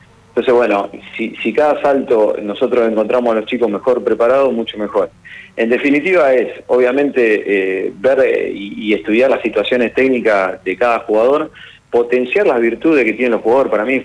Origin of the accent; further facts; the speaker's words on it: Balcarce, Buenos Aires Province, Argentina; moved away; also born or lived in Mar del Plata; Sí, yo soy un producto del fútbol de Mar del Plata. Vengo de Balcarce